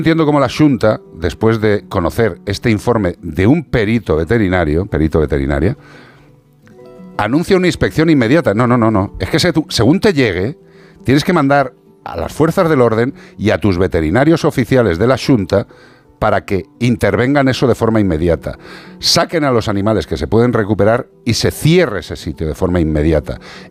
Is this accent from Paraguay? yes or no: no; Galicia, Spain; Ay, mi tierra, algunas veces, pues como todos lados. Bisones muertos, mutilados, suciedad extrema. La granja de los horrores de La Coruña ha sido denunciada por una ONG.